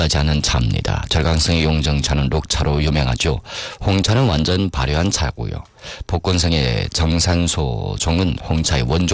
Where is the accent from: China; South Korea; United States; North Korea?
China; Yanbian, Jilin; 사실 우린 연변 지역에 살다 보니까